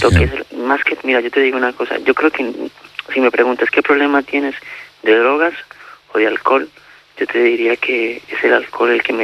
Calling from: Barcelona, Catalonia, Spain; vivo en Barcelona

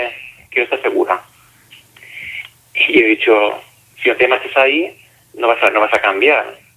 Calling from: Barcelona, Catalonia, Spain; soy de Barcelona

